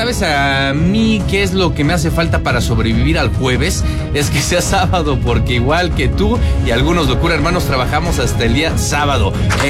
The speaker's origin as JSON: {"language": "Spanish", "country": "Mexico"}